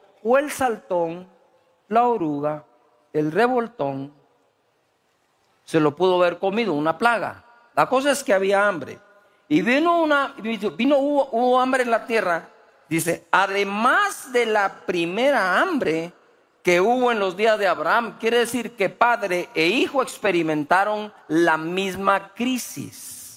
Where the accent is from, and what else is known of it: Guatemala